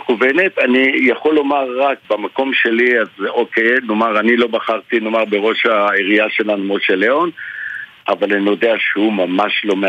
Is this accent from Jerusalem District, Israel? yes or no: yes; Jerusalem, Jerusalem District, Israel; מה שאני רואה וחווה כירושלמי